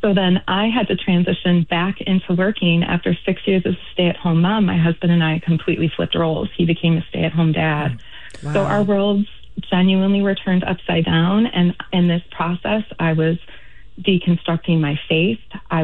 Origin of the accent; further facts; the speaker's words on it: Philadelphia, Pennsylvania, United States; I'm from Philadelphia. I was born in Philly, so I was super excited to be on the show today.